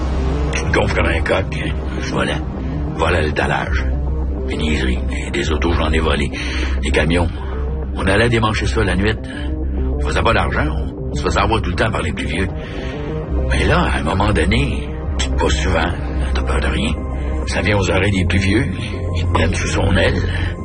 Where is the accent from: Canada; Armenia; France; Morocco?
Canada; Quebec City, Quebec; Je suis pas venu au monde croche, tabarnak. J'ai été élevé à Saint-Roch, je suis allé à Limoilou, y'avait rien.